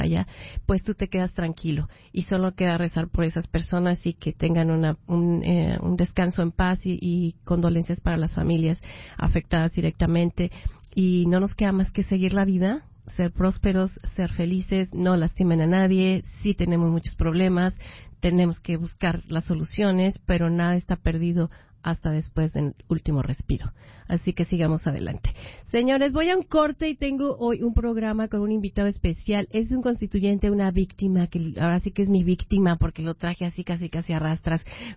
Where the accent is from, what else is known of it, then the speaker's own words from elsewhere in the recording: Mexico; now in Las Vegas, United States; a la gente que sí somos orgullosamente mexicanos, que estamos en Estados Unidos